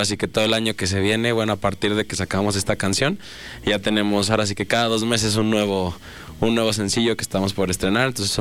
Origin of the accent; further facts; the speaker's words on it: Aguascalientes, Mexico; somos de aquí de Aguascalientes